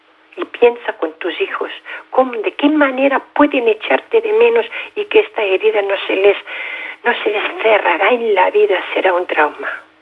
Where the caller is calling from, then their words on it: Cerdanyola del Vallès, Catalonia, Spain; yo vivo en Cerdanyola, nosotros vivimos en Cerdanyola.